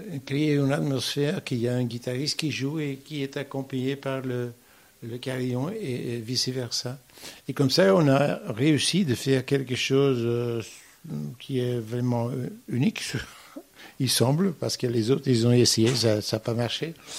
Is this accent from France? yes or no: no; Belgium; je suis belge